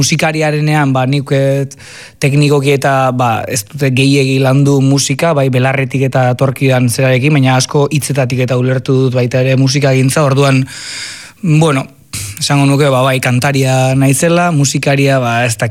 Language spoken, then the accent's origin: Basque; Azpeitia, Basque Country, Spain; Gu presoak, osea, ni Azpeitiarra naiz, da nik ez dakit 9 kuadrotan ezagutu nitun herriko 9 preso.